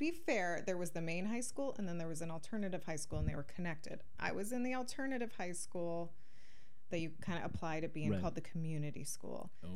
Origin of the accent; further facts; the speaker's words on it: Mendocino, California, United States; I grew up in Mendocino, California.